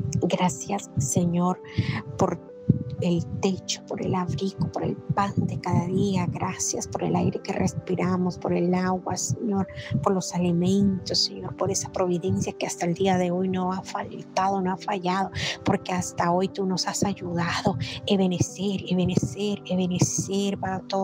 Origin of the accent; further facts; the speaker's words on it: Nicaragua; Les saludo desde mi tierra, Nicaragua.